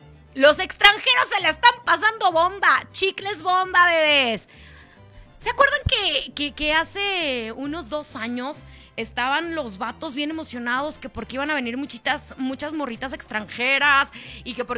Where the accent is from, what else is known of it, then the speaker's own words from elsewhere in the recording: Mexico; nosotras como mexicanas